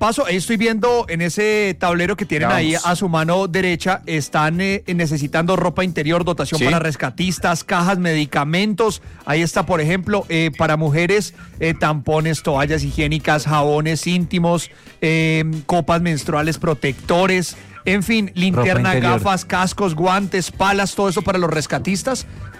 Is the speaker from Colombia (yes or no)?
yes; Colombia